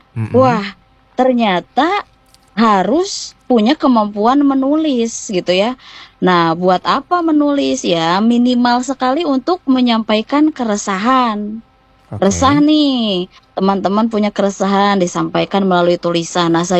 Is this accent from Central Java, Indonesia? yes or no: no; Bandung, West Java, Indonesia; now in Karawang, Indonesia; di Karawang. Tapi saya asli Bandung.